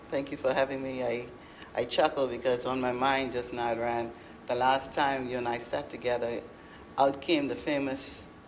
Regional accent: South Caicos, Turks & Caicos Islands; also born or lived in Bahamas; Growing up in South Caicos was just absolutely awesome.

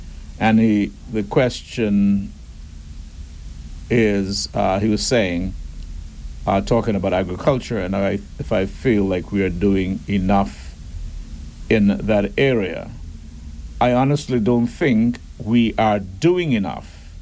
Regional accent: Falmouth, Trelawny, Jamaica; now in Grand Turk, Turks and Caicos Islands; Where I grew up in Falmouth, Jamaica

